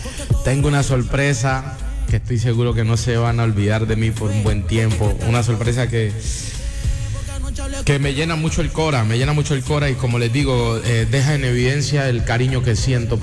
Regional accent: Tumaco, Nariño, Colombia; cuántas horas de distancia de mi casa, de donde yo vengo, de Tumaco, estamos a mucho tiempo, a muchos kilómetros.

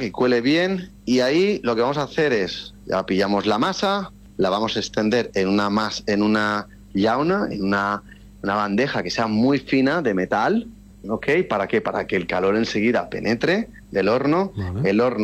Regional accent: Balearic Islands, Spain

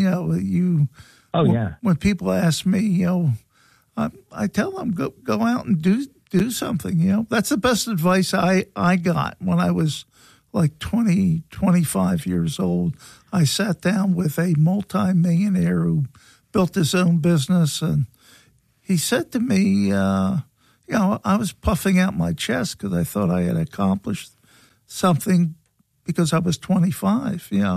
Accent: Philadelphia, Pennsylvania, United States; born there; I guess it's one of the reasons I was born in Philadelphia, so I could absorb all this history.

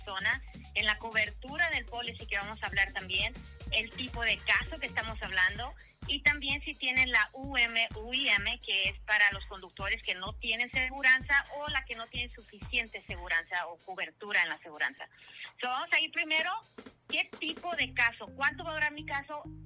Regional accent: Mexico

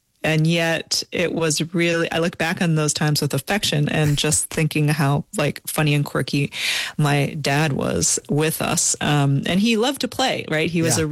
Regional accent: New York, United States; And my brother and I grew up on Long Island in New York, and we were immersed in water and swimming since a very young age

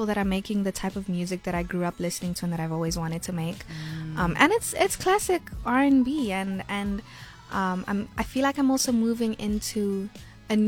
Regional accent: Kimberley, Northern Cape, South Africa; born there; I went to Kimberley Girls

